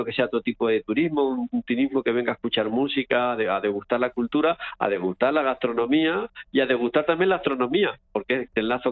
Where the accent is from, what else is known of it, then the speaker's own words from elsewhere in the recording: Villahermosa, Castilla-La Mancha, Spain; Y mi pueblo, que es Villahermosa, son 1.500.